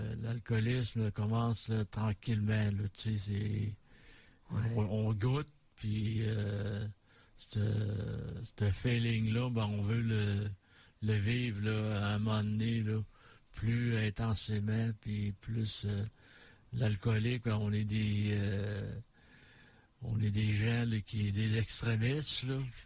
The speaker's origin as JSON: {"language": "French", "town": "Quebec City", "region": "Quebec", "country": "Canada", "said": "Je viens de Québec."}